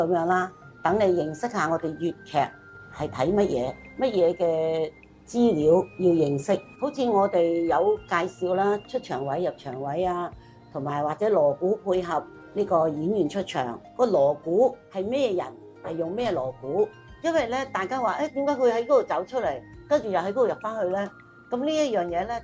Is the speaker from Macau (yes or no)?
yes; Macau; also born or lived in Foshan; 我呢就是澳门啦，土生土长的，但是呢就是我是佛山人，可能呢我小时候呢就跟父母去看粤剧的